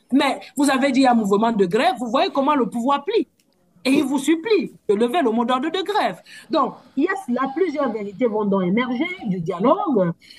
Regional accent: Cameroon; j'ai été dans le bureau de ce qu'on appelle chez nous au Cameroun le BENSINET

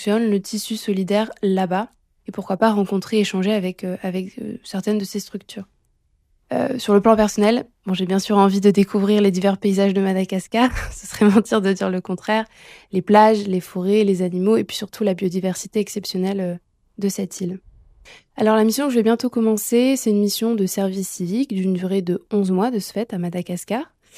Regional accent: Hauts-de-France, France; j'ai 22 ans et je suis française et originaire des Hauts-de-France.

